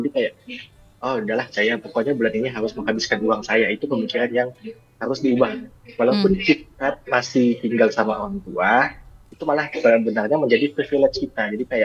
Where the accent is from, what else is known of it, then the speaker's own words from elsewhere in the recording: Pontianak, West Kalimantan, Indonesia; now in Sanggau, Indonesia; Kalau saya kan memang kebetulan saya kan orang Pontianak yang kerja di Sanggau dan kebetulan ada ngekos gitu kan.